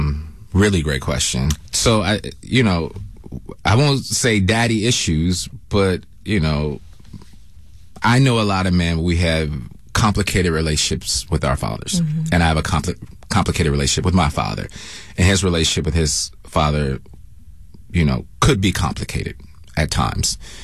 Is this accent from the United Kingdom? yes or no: yes; England, United Kingdom; Listen, I'm an English guy.